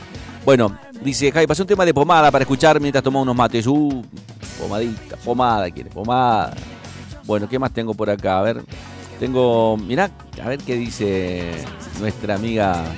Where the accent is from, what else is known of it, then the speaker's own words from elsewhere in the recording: Santa Fe, Argentina; nosotros como santafesinos